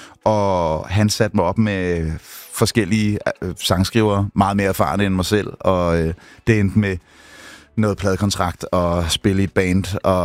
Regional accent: Gentofte, Capital Region of Denmark, Denmark; born there; Jeg er født på Gentofte sygehus.

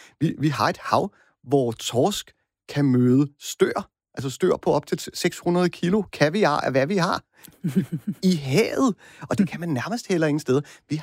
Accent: Capital Region of Denmark, Denmark; Jeg er uddannet biolog, jo, men før det er jeg jo bornholmer. Og jeg er født et stenkast fra havet.

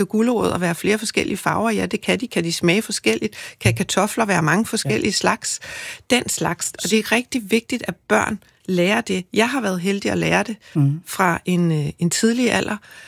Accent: Zealand, Denmark; Jeg er vokset op på Sydsjælland, på landet

